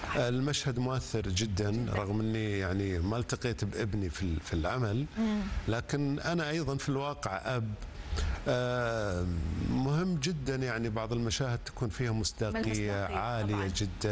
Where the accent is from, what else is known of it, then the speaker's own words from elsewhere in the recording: Saudi Arabia; السينما عندنا في السعودية